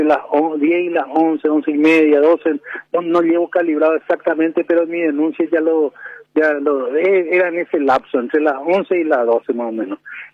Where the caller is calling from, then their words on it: Altos, Cordillera, Paraguay; yo vivo en Altos